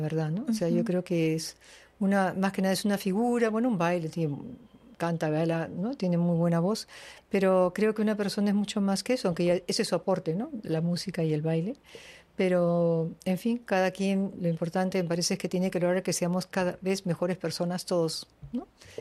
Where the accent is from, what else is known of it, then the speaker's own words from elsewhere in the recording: Peru; por lo menos en mi país